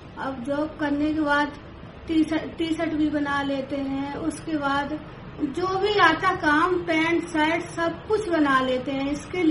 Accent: Uttar Pradesh, India; हम यूपी की रहने वाली हूँ, मेरे 3 बच्चे हैं

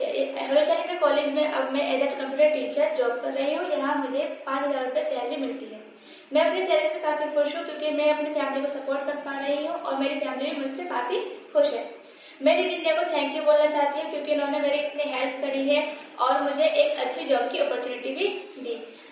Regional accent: Rampur, Uttar Pradesh, India; मैं बी ए first year में हूँ और मैं पीडब्ल्यूडी कॉलोनी बजरंग टोला रामपुर उत्तर प्रदेश की रहने वाली हूँ।

